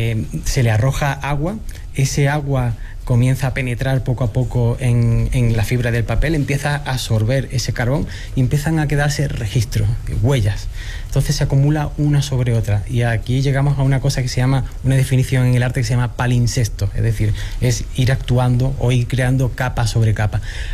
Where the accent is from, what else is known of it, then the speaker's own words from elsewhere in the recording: Málaga, Andalusia, Spain; la identidad de de donde vengo, es decir, de Málaga, España, hacia México, ¿no?